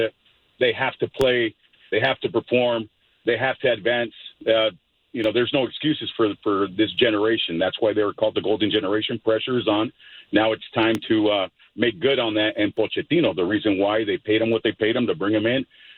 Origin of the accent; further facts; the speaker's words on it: San Diego, California, United States; my hometown teams